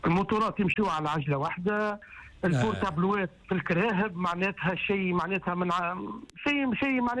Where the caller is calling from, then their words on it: Sfax, Sfax Governorate, Tunisia; انا من صفاقس.